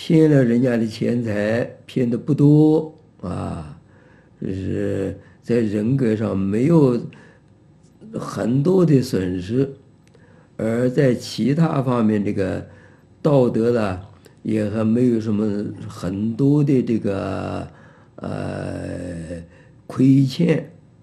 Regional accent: China; 过去啊，我们中国人都知道

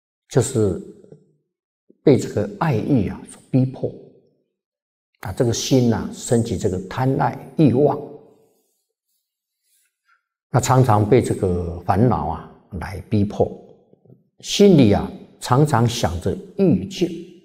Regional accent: China; 所以我们中国这些成语谚语都充满了智慧，啊，所以身为中国人啊，是很有福报的

